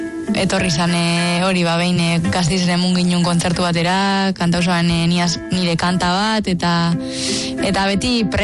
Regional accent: Aramaio, Basque Country, Spain; nire herriko abes batzan … txikitatik.

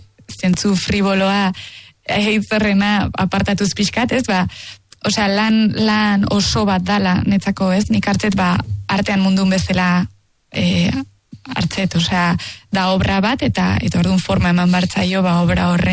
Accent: Tolosa, Basque Country, Spain; ni Tolosakoa naiz

